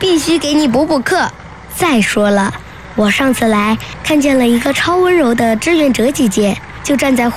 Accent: Fuzhou, Fujian, China; 再宣传宣传咱们福州人的环保

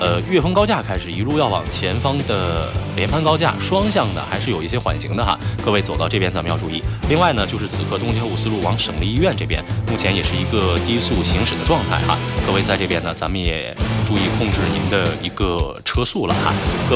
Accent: Hebei, China; now in Fuzhou, China; 因为我河北人嘛，这个张家口、坝上什么的我也去过，我觉得也很美哈，就宣传家乡嘛，义不容辞。

